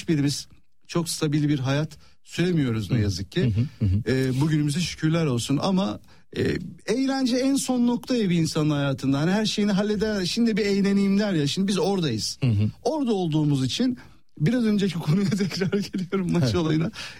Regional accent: Ankara, Turkey; Erzincanlı bir ailenin çocuğuyum. Erzincan'dan gelmiş işte büyüklerim falan filan. Ben Ankara'da doğdum, Ulucanlar'da.

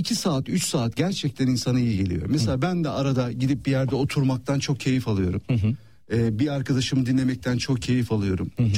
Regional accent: Ankara, Turkey; Erzincanlı bir ailenin çocuğuyum. Erzincan'dan gelmiş işte büyüklerim falan filan. Ben Ankara'da doğdum, Ulucanlar'da.

